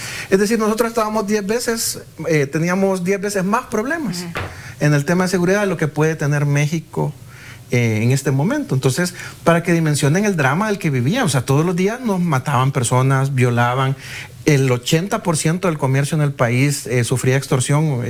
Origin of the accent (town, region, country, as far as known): El Salvador